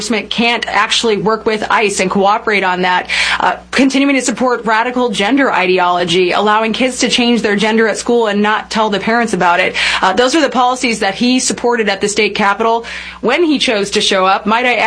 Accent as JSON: {"language": "English", "town": "West Des Moines", "region": "Iowa", "country": "United States", "tie": "born or raised there", "said": "Yeah, nope. I'm a Des Moines area native. I grew up in West Des Moines. I went to Valley High School. I'm a Valley Tiger, class of 2001."}